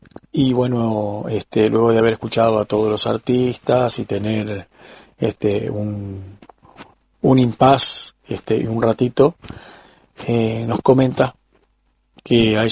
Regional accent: Carmelo, Colonia, Uruguay; soy un cantante de Carmelo.

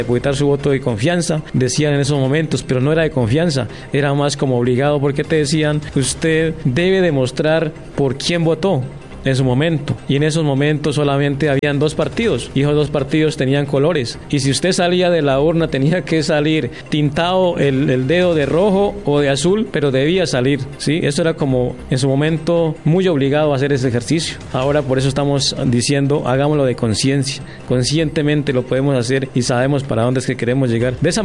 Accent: Colombia

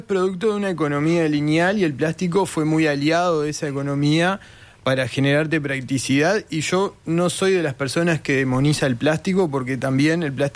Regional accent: Rocha, Uruguay; now in Maldonado, Uruguay; yo soy surfista de ahora de Maldonado, pero me crié en Rocha

